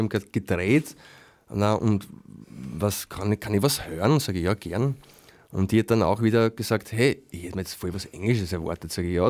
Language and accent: German; Burgenland, Austria; now in Berg, Austria; Naja, ich bin ja eigentlich aus KC. Das heißt, ich komme aus dem Burgenland, wohne jetzt seit 17 Jahren eine Ortschaft weiter. Das ist ein Berg, das ist in Niederösterreich. Das heißt, eigentlich bin ich sozusagen burgenländischer Niederösterreicher.